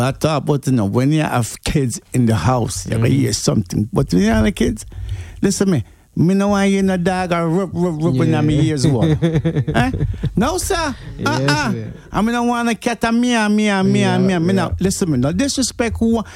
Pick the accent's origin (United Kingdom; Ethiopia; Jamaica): Jamaica; now in United States; I grew up in Jamaica.